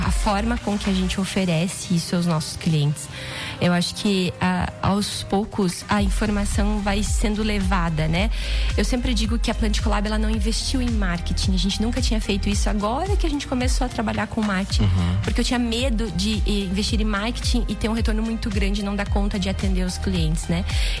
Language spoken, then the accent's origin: Portuguese; Canoinhas, Santa Catarina, Brazil; Não, eu sou natural de Canoinhas, norte do estado.